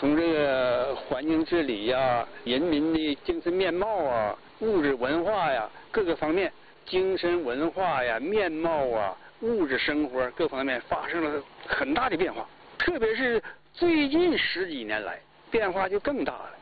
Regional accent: China; 我是土生土长的孙家人。

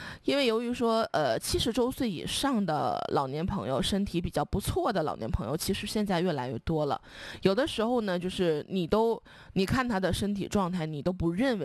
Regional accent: China; 我们中国人一生最怕的好像就是考试了

